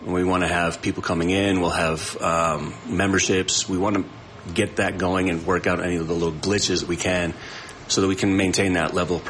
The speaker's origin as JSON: {"language": "English", "town": "Leadville", "region": "Colorado", "country": "United States", "tie": "born or raised there", "said": "growing up in Leadville"}